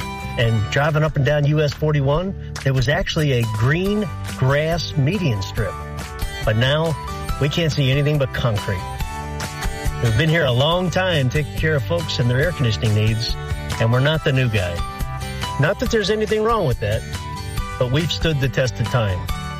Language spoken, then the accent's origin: English; Florida, United States; Growing up in Southwest Florida, it was a quiet little town back then.